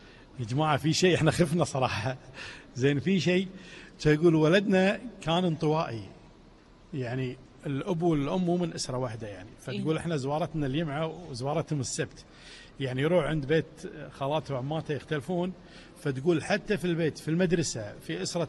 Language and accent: Arabic; Kuwait; الصيف طويل عندنا في الكويت وحار وايد